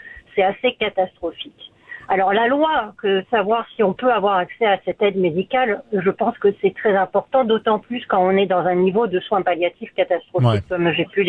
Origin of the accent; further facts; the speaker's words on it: France; accent: French; now in Pointe-Claire, Canada; je suis d'origine française, comme ça se reconnaît au niveau de mon accent